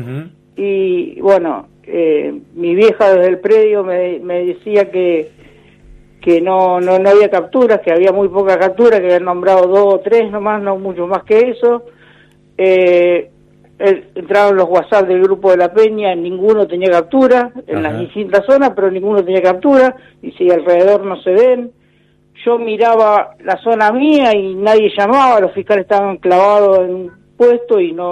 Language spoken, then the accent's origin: Spanish; Arroyo Seco, Santa Fe, Argentina; Arroyo Seco, Santa Fe.